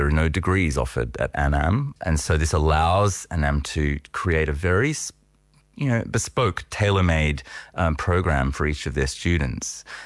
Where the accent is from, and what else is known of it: Australia